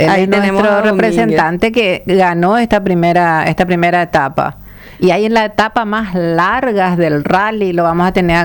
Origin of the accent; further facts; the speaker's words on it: Alto Paraná, Paraguay; soy del Alto Paraná, yo conozco esa tierra.